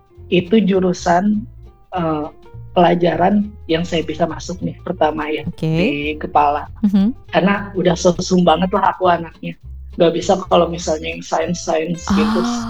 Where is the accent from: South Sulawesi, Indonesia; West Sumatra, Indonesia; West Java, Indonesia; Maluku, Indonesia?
West Java, Indonesia; Soreang; moved away as an adult; now in Moscow, Russia; Sebelum ke Ciwidey itu kan tol paling terakhirnya di tol Soreang. Saya di situ di Soreang.